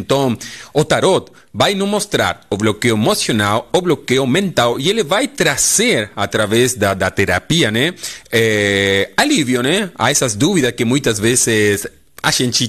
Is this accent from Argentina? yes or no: yes; Argentina; Portuguese is a second language; now in Chapecó, Brazil; eu sou argentino, então vou falar bem devagar, porque eu tenho um sotaque, né? Eu tenho um sotaque diferente, mas estou melhorando, o português está melhorando, né?